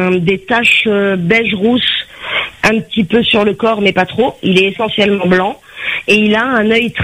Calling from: Saint-Denis, Réunion; je suis à la Providence, mm-hmm. à Saint-Denis

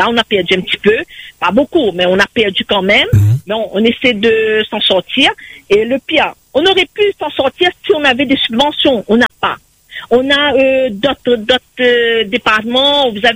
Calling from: Réunion; Il faut l'hôtel pour nous, parce qu'on vient de La Réunion.

